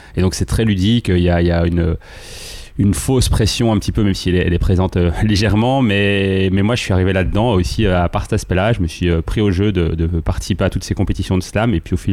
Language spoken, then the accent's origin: French; Belgium; je suis belge. J'ai grandi et vécu la majorité de ma vie tout près de Bruxelles